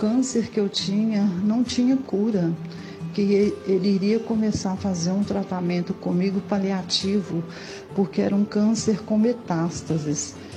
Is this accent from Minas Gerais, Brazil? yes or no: yes; Belo Horizonte, Minas Gerais, Brazil; eu sou de Belo Horizonte.